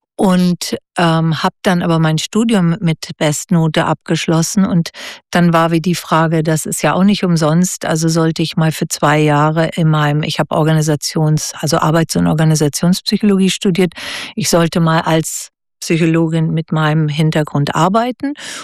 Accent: Germany; now in Switzerland; als Deutsche in der Schweiz

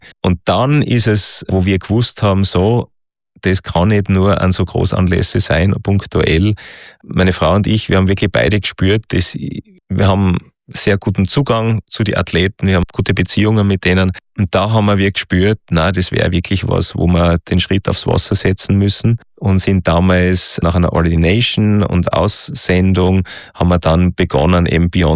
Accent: Austria; Nein, das war ein großer Krieg, also bei uns in Österreich vor allem zwischen die zwei Verbände.

